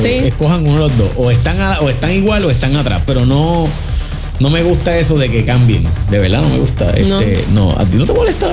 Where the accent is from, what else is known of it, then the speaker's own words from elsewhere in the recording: San Lorenzo, Puerto Rico; Coffee, yo soy de San Lorenzo, sí, yo quiero coffee, seguro.